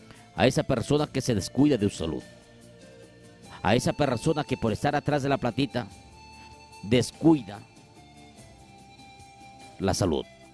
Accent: Huancabamba, Piura, Peru; que traigo desde mi pueblo bendito, Huancabamba, Salalá.

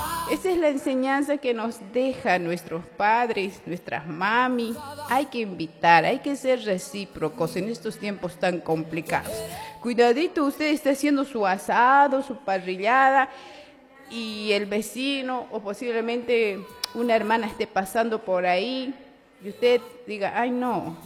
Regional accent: Bolivia; also born or lived in Oruro / Cochabamba; Luego nos fuimos para Cochabamba. Luego, por cosas de la vida, volví. Así que amo ser boliviana. Me encanta. Me siento orgullosa de haber nacido aquí, ¿no?

